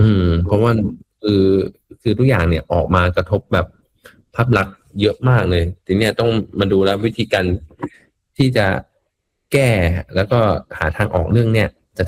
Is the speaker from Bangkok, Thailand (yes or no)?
yes; Bangkok, Thailand; เพราะเราคนกรุงเทพเนาะเราเห็นความเปลี่ยนแปลงในกรุงเทพอ่ะค่อนข้างเยอะ